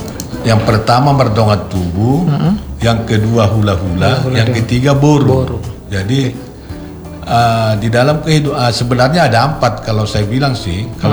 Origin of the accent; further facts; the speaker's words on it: North Sumatra, Indonesia; Contohnya kita orang Batak yang hidup di perantauan ini, sigal-sigal itu adalah tetangga kita.